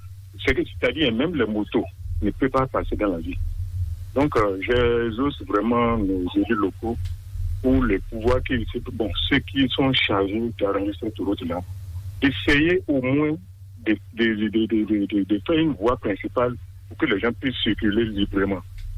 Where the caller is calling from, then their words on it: Cotonou, Littoral, Benin; Je vous appelle depuis Cotonou.